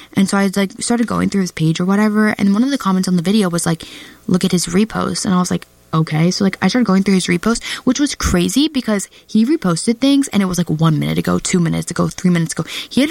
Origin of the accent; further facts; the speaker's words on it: Scotland, United Kingdom; like, I am Scottish, and I love Scotland